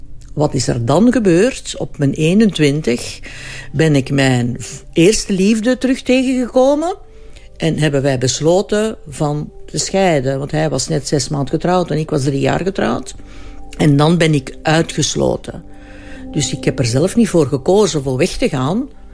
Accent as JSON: {"language": "Dutch", "town": "Mechelen", "region": "Flanders", "country": "Belgium", "lives_now": "Lier, Belgium", "said": "Hij was van boven Antwerpen, ik ben van Mechelen. Wij zijn in Lier gaan wonen."}